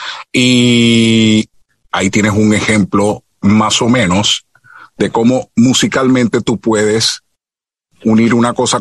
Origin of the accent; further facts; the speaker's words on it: Panama; yo soy panameño y también produzco, así que méteme.